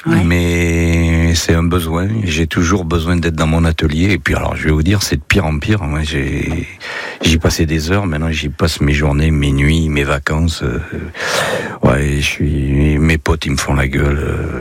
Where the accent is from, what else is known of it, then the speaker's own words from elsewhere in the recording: Nouvelle-Aquitaine, France; je suis né juste à côté de Sarlat, dans un village qui est en face du château de Fénelon, en face de Sainte-Mondane. Je suis né à Simérol. J'habite aujourd'hui Calviac en Périgord, qui est en face du château de Fénelon.